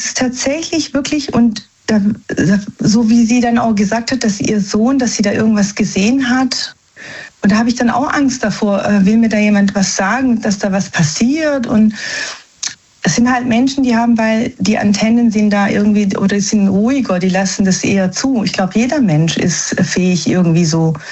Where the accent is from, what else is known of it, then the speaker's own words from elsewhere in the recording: Germany; born there; Also wir sind eigentlich Italiener, ja? Also in Deutschland geboren. also für italienische Familie und wir haben eigentlich nichts am Hut mit Frankreich, ne?